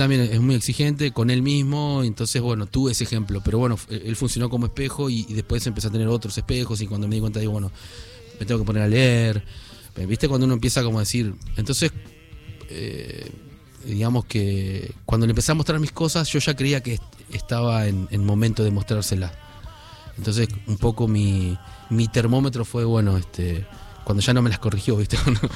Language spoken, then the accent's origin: Spanish; Buenos Aires, Argentina; yo soy nacido y criado acá en Buenos Aires. En Buenos Aires y en Capital Federal, que también es una diferencia, ¿viste? Siempre viví, bueno, desde muy chiquito, yo me crié acá cerquita del obelisco, los primeros años.